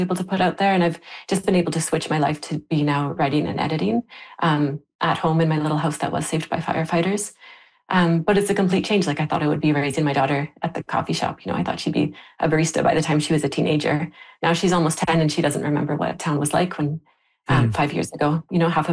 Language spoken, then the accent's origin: English; Lytton, British Columbia, Canada; And like I said, I grew up in Lytton, so I knew warm weather. Lytton was Canada's hotspot